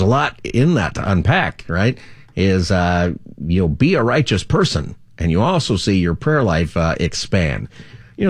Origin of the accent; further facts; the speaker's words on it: Palmdale, California, United States; I grew up in Palmdale, so I lived there during that time.